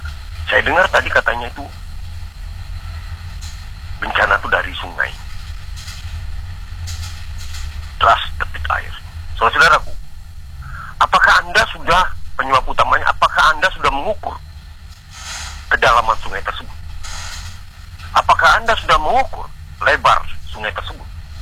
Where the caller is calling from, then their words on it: Samarinda, East Kalimantan, Indonesia; Saya tinggal di kota Samarinda, di kotanya. Daerah saya kebetulan daerah rawan banjir.